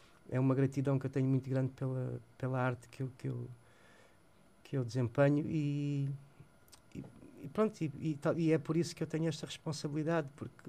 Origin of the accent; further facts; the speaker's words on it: Odivelas, Lisbon, Portugal; E depois temos ali onde eu cresci, onde eu vivi, no bairro de São Jorge, ali ao pé em Odivelas.